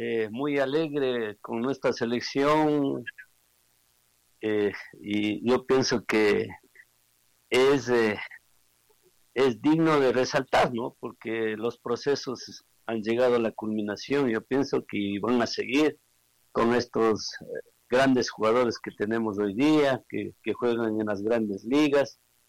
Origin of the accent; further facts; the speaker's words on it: Ecuador; Hemos mejorado muchísimo como fútbol ecuatoriano